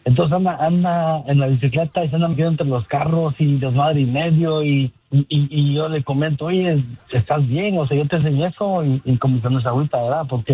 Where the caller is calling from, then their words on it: Los Angeles, California, United States; Aquí andamos trabajando aquí en el Valle de San Fernando.